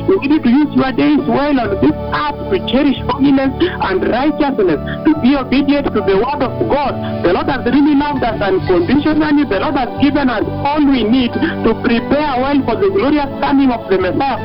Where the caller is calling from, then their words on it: Nairobi, Kenya; I am calling from Kayole Main Altar over here in Nairobi